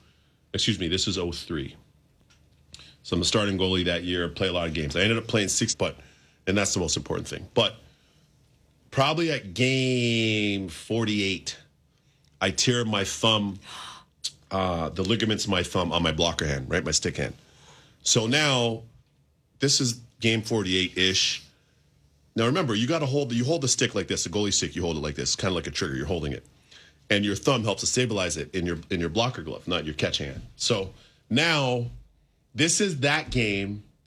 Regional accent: Toronto, Ontario, Canada; I remember tournaments, man, growing up in Toronto, it's the biggest minor hockey, youth hockey scene in the world

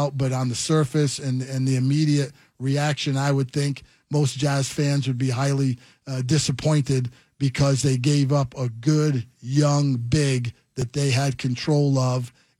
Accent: East Coast, United States; growing up in the East Coast

